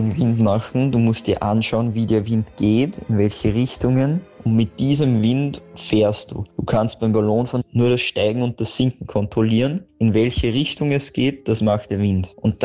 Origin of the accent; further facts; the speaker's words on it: Lower Austria, Austria; Also bei uns im Mostviertel ist das natürlich wunderschön